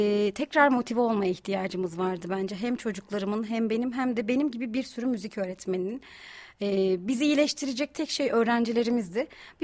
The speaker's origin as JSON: {"language": "Turkish", "region": "Kütahya", "country": "Turkey", "said": "Aynı zamanda Kütahyalıyım."}